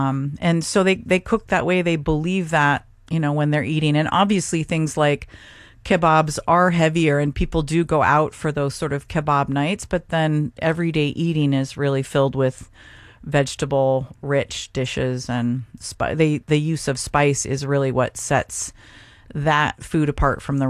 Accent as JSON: {"language": "English", "town": "Seattle", "region": "Washington", "country": "United States", "moved": "yes", "said": "I come from Seattle, Washington, from a Norwegian family on both sides"}